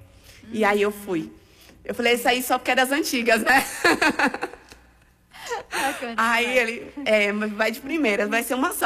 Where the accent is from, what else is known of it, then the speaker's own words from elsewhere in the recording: Northeast Region, Brazil; eu sou do Nordeste, eu sou do forró.